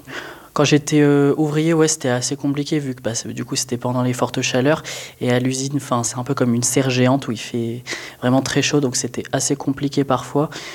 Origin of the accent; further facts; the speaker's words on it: Lyon, Auvergne-Rhône-Alpes, France; j'ai 23 ans, je suis originaire de Lyon